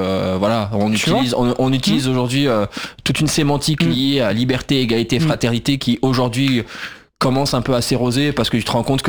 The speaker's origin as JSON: {"language": "French", "country": "France", "said": "Est-ce que c'était un truc que nous, en tant que Français, par rapport à l'histoire qu'on a avec les colonies"}